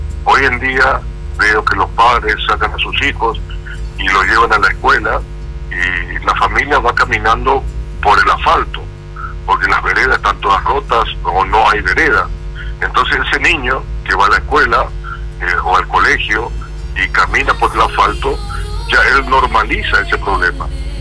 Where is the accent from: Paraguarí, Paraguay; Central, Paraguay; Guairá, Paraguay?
Central, Paraguay; Luque; born there; yo nací en Luque, en Cura Romero